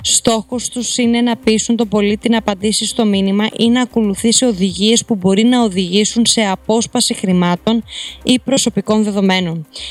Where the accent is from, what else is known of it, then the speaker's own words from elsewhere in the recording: Arta, Epirus, Greece; για την πόλη μου την Άρτα